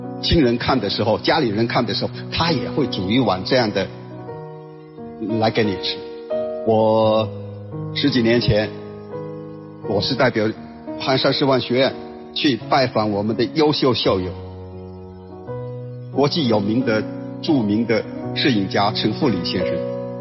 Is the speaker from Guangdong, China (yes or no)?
yes; Chaoshan, Guangdong, China; 那我们潮汕人是这样